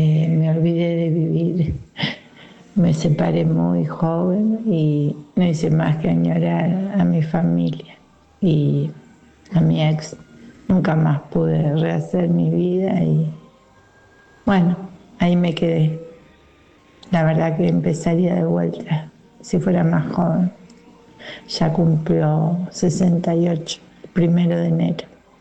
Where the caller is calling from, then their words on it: Rosario, Santa Fe, Argentina; de Rosario.